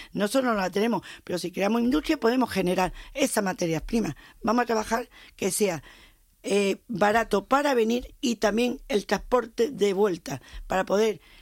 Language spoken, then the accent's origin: Spanish; Melilla, Spain